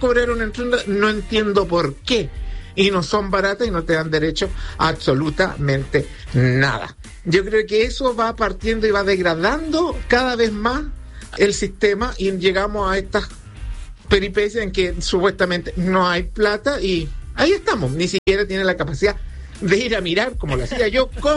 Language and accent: Spanish; Ñuñoa, Santiago Metropolitan Region, Chile; Yo soy de Ñuñoa, nos llevaban a las fondas de Ñuñoa